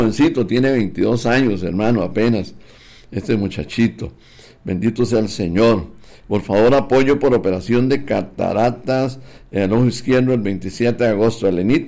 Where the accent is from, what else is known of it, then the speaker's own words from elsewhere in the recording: Costa Rica; Uno como costarricense